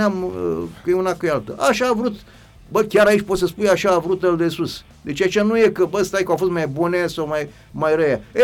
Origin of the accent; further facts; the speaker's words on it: Romania; să fim mândri că suntem români